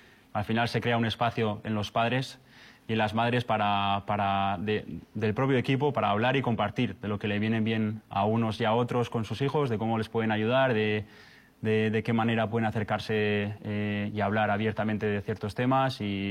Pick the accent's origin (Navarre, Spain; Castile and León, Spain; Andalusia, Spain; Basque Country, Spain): Navarre, Spain; moved away; Yo soy de Navarra